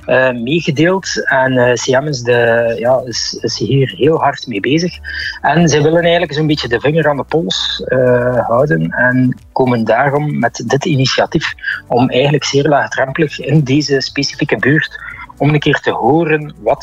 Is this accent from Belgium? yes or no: yes; Ronse, East Flanders, Belgium; Ik ben een Ronsenaar, maar ik ben ook slachtoffer van redelijk wat PFAS in het lichaam.